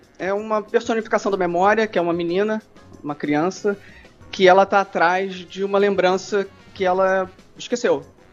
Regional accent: Rio de Janeiro, Brazil; Sou carioca da gema, mas com certas ressalvas, né? Não sou muito de praia, não sou muito de futebol, nem de samba, então, assim, mas nasci no Rio

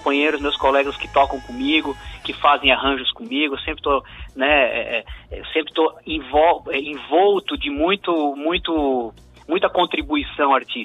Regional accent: South Region, Brazil; accent: southern Brazilian, Italian-influenced; aqui no sul é um monte de imigrante italiano e alemão, então uhum. não tem como não formar algum sotaque ali puxado para essa região

